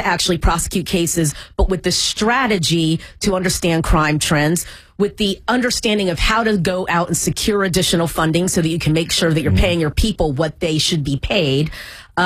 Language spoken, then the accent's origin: English; Columbia, Maryland, United States; So I am from Columbia, Maryland, here, and that's actually in Howard County. And my parents actually settled in Howard County, Maryland